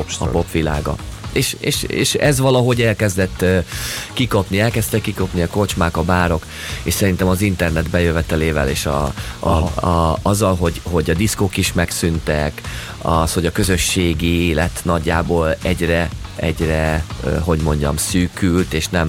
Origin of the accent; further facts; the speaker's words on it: Fejér, Hungary; itt nőttem fel a velencei tópartján, és ez végig kísért az életemet